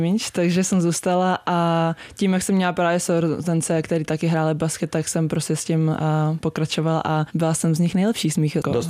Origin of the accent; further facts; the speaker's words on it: Prague, Czechia; Jsem z Prahy, takže v Praze.